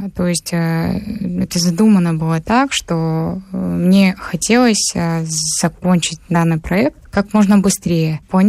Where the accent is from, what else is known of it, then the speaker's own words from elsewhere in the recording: Kabardino-Balkaria, Russia; я родилась в Кабардино-Балкарской республике. Кабардино-Балкарию называют Малыми Гималаями. У нас там находится высочайшая вершина России, Европы и очень много других не менее значимых вершин, как Эльбрус.